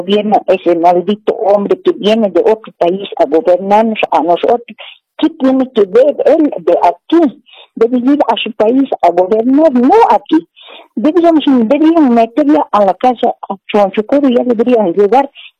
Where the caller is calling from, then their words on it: Oruro, Bolivia; Yo soy de Oruro, te estoy llamando.